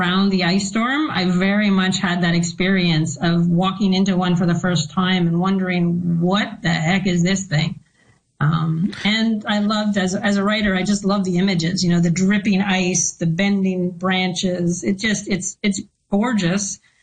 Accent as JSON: {"language": "English", "town": "Winnipeg", "region": "Manitoba", "country": "Canada", "moved": "as an adult", "lives_now": "Ottawa, Canada", "said": "I'm originally from Winnipeg, and I have a lot of family in Thunder Bay"}